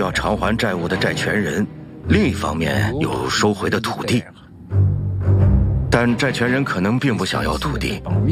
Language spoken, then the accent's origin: Chinese; France; 我们法国人